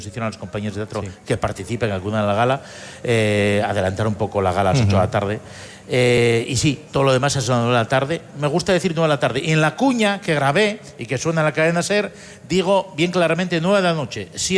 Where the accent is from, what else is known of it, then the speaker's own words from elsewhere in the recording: Asturias, Spain; y sí que se ven reflejado como somos los asturianos.